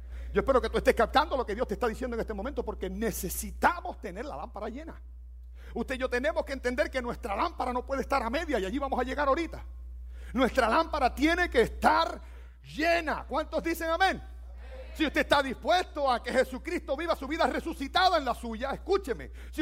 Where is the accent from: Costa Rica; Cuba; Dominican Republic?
Cuba; Estaba hablando con uno de los muchachos, español, si somos cubanos los dos, ¿qué vamos a hablar? Bueno, estábamos hablando cubano.